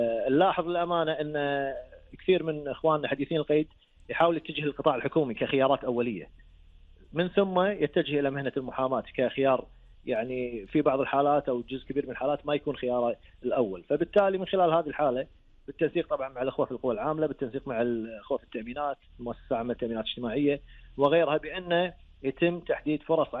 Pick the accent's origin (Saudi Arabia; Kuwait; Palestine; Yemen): Kuwait; اليوم عندنا بالكويت